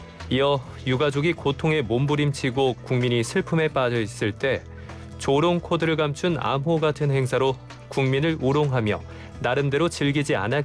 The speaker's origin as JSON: {"language": "Korean", "region": "Chungcheong", "country": "South Korea", "tie": "born or raised there", "said": "저는 어렸을 때부터 제가 충청도 사람이라 늘 대천해수욕장 아니면 안면도 이런 서해바다와 함께 자라왔는데"}